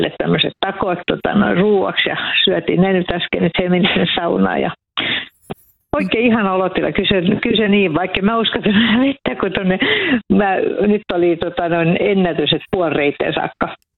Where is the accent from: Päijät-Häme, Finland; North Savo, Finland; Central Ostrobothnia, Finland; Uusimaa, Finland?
Uusimaa, Finland; Vihti